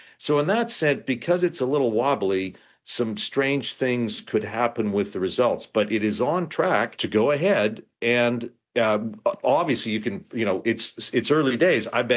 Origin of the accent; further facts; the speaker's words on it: Montreal, Quebec, Canada; born there; And I was actually born in Quebec. I was born in Montreal. I'm an Anglo from Montreal.